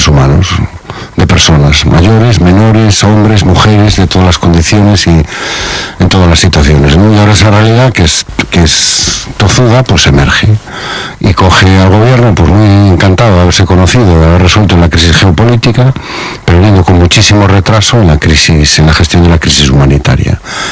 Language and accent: Spanish; Spain; O sea, eso es España hoy. Eso somos los españoles.